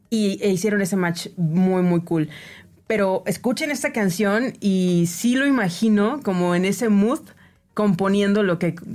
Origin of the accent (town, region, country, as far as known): Mexico